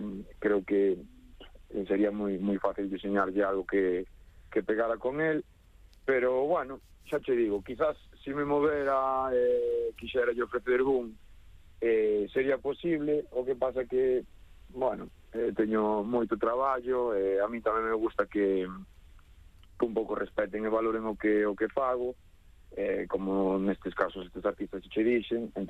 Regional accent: Cedeira, Galicia, Spain; son aquí de Cedeira, teño os pés moi na terra

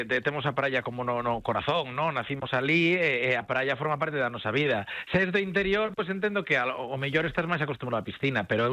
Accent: Vigo, Galicia, Spain; Sí, son momentos de ledicia máxima, porque eu son do Celta, como imaginades, ¿no? Porque son de Vigo

